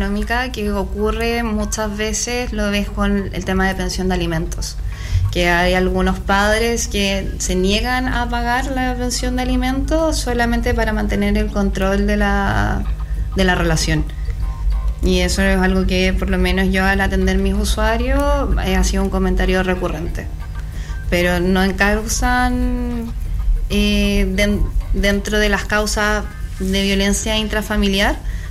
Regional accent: Concepción, Biobío, Chile; moved away as an adult; now in Los Ángeles, Chile; yo soy oriunda de Concepción. Hace poco asumí el bonito desafío que ha sido estar en la Corporación de Asistencia Judicial acá en Los Ángeles.

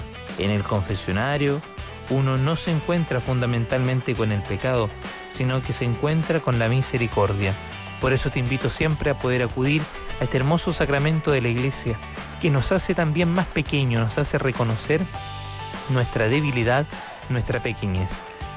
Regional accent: Valparaíso, Chile; tantos lugares que nos escuchan desde la quinta región, desde el lugar de donde soy

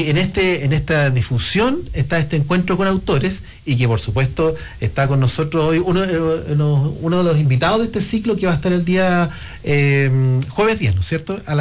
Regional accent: Valparaíso, Chile; now in Patagonia, Chile; yo soy de la Quinta Región, así que también tengo una sensibilidad especial con la Quinta Región, pero la Patagonia pudo más y también me atrapó hace harto tiempo.

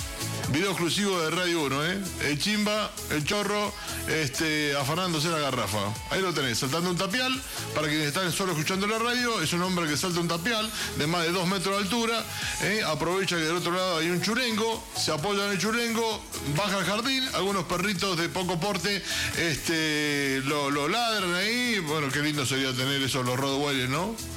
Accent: Argentina; ¿Cómo somos los argentinos, no?

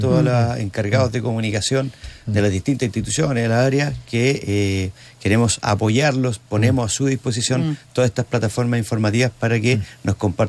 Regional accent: Concepción, Biobío, Chile; also born or lived in Punta Arenas; Soy penquista, bueno, nací en Punta Arenas, pero desde el año 1 que vivo acá en Concepción.

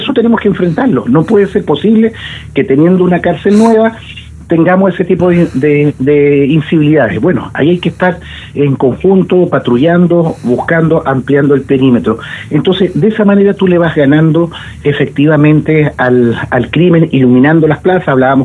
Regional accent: Valdivia, Los Ríos, Chile; somos de distintos colores políticos, pero somos de Valdivia

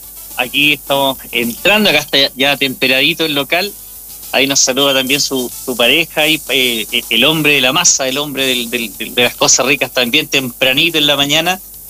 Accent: Aysén, Chile

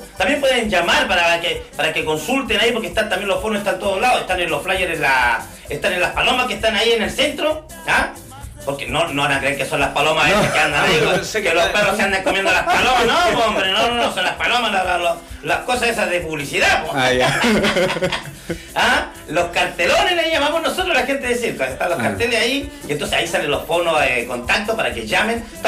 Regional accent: Chile; Nosotros también, pues estamos acá, somos de acá de la Puerta Región, pero hacemos gira sur y norte también, ¿no?

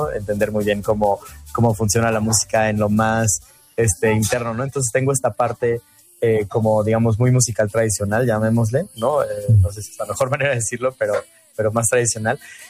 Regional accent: Mexico; no conocía más que mi país natal, México.

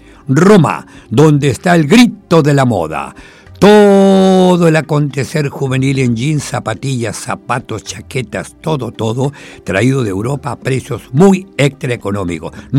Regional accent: Chile

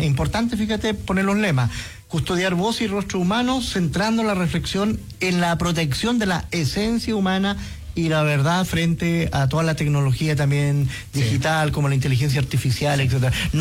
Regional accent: Chile; los chilenos no somos tontos

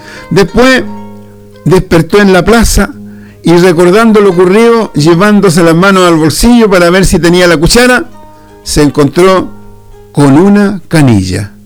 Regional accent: Chile; nuestro querido Chile

